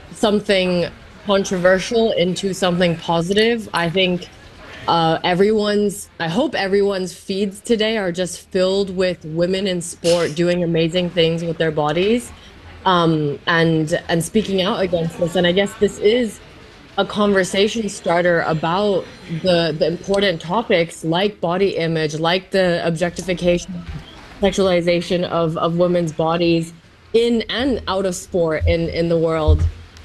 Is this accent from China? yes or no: yes; Shanghai, China; English is a second language; I grew up half Chinese in Shanghai. I compete for the German national team. I'm German Chinese